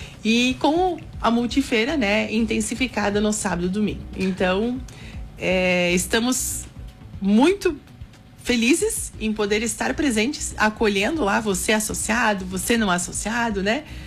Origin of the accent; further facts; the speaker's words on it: Rio Grande do Sul, Brazil; somos gaúchos